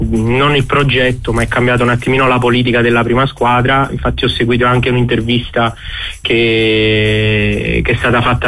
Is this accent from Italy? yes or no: yes; Naples, Campania, Italy